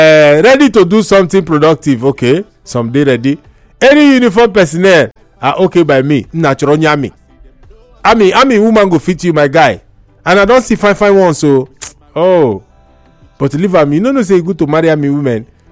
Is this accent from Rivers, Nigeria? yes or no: yes; Rivers, Nigeria; from River State, based in Port Harcourt.